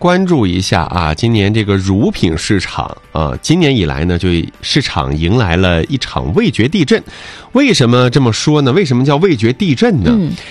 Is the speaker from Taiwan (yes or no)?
no; northern China, China; 但是作为一个北方人，